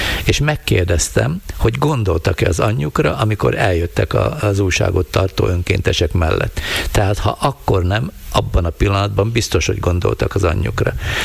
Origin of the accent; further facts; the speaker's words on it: Kéménd, Baranya, Hungary; sok minden köt Kéménthez, nyilván fog is, mert hát ott nőttem föl.